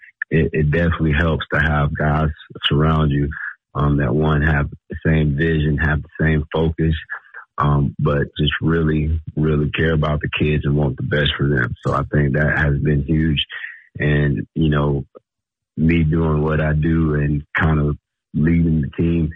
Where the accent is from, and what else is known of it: Georgia, United States; now in Nevada, United States